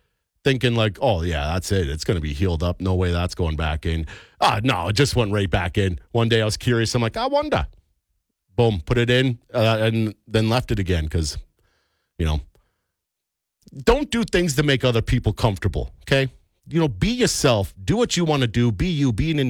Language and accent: English; Napanee, Ontario, Canada; I grew up near Napanee, right? So I can say it like that.